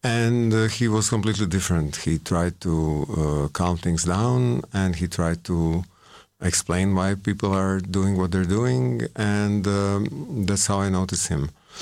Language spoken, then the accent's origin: English; Zagreb, City of Zagreb, Croatia; I didn't grow up in Osijek. I grew up in Zagreb.